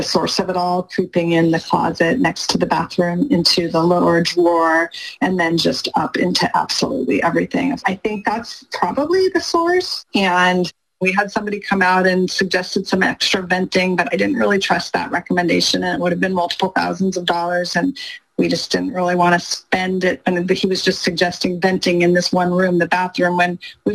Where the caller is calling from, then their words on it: Del Mar, California, United States; from Del Mar, California.